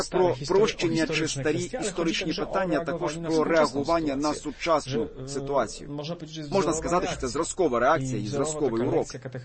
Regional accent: Poland; ми, поляки

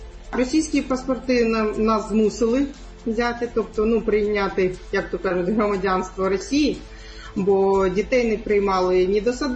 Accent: Crimea, Ukraine; moved away as an adult; Я кримська татарка, ми мусульмані всі.

